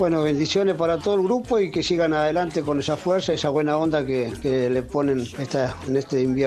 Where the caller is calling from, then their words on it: Puerto Madryn, Chubut, Argentina; Te comento que, bueno, realmente soy un madrileño más. Ahora el 9 de septiembre de este año voy a cumplir 50 años acá en Puerto Madryn.